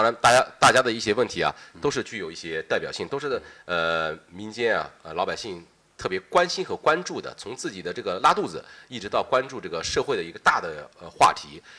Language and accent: Chinese; Anhui, China; 我就是咱们老家这个望营那边